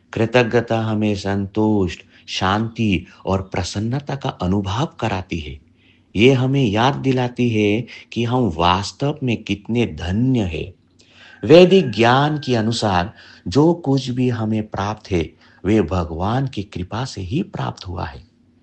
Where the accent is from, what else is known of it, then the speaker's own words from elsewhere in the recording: Haflong, Assam, India; आसाम का एक छोटे से सुंदर शहर हाफलॉन्ग का निवासी हूँ।